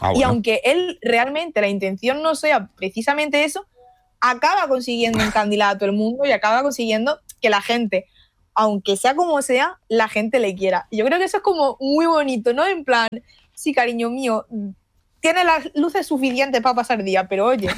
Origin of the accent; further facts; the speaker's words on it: Andalusia, Spain; born there; tengo como muy por bandera que soy de Andalucía y obviamente pues yo me he criado